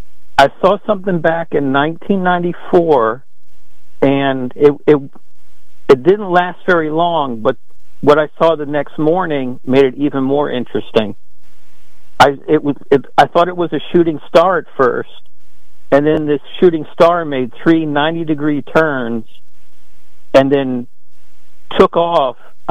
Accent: Washington, District of Columbia, United States; now in Tampa, United States; I grew up in Washington, D.C., so you really couldn't see shooting stars and stuff.

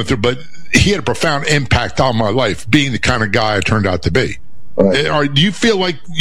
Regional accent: Passaic, New Jersey, United States; born there; Look, I was born in New Jersey, in North Central Jersey, in Passaic, New Jersey.

